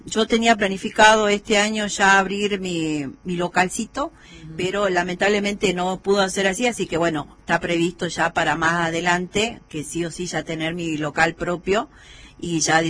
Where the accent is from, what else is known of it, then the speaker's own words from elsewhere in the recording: Palpalá, Jujuy, Argentina; soy de Palpalá